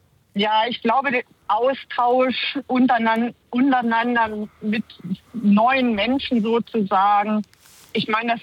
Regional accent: Hamburg, Germany; Aber ich bin ja auch Hamburgerin, also wird schon schön sein.

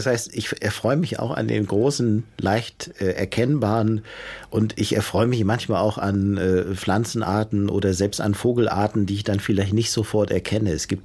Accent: Germany

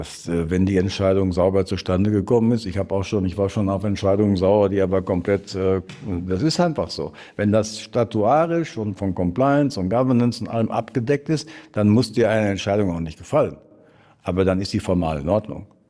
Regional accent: Germany; Da müssen wir als Deutsche jetzt uns auch nicht zu lange drüber unterhalten.

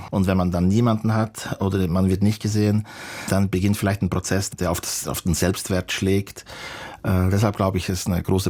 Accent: Bern, Switzerland; moved away; Ich bin da im Berner Oberland aufgewachsen. Das war damals und dort möglich. Quasi auf dem Land konnte man irgendwie leben

